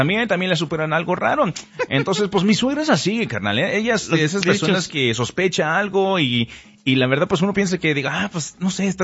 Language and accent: Spanish; Nebraska, United States; Mis papás son de Puebla y yo soy de Nebraska